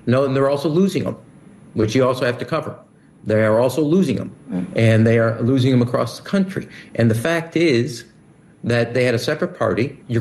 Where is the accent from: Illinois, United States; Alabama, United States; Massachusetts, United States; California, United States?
Illinois, United States; Chicago; And I'm from Chicago. I know everything there you need to know around corruption.